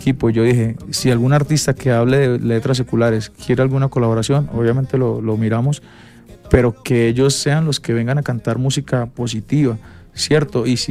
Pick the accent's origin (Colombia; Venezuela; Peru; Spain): Colombia; Y yo, igual siendo colombiano, digamos que ya ahorita que estuve en México tuve la aceptación de ellos